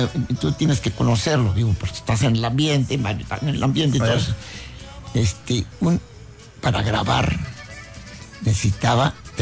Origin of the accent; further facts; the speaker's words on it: Nuevo Progreso, Tamaulipas, Mexico; moved away; also born or lived in Reynosa; ahí nos criamos nosotros en ese pueblo, Nuevo Progreso. Y de ahí salimos yo y mi hermano para Reynosa